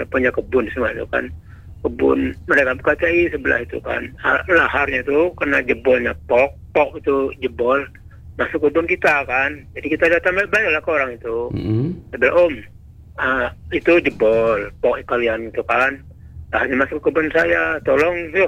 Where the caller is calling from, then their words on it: Bangka Belitung Islands, Indonesia; jangan kalian anggap kami orang Bangka yang lemah